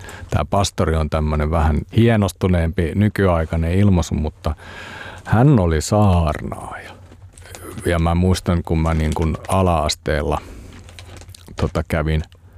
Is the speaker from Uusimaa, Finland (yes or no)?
no; Raahe, North Ostrobothnia, Finland; Ja mä menin sinne niin kuin uutena ja Raahe on mun kotipaikka siinä mielessä, että vanhemmat asuu siellä edelleenkin.